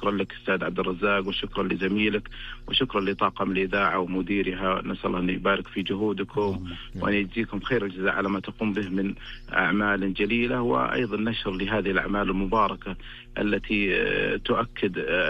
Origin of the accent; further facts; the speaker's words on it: Saudi Arabia; وحقيقة نفخر نحن كمواطنين سعوديين بما تقدم قيادتنا الرشيدة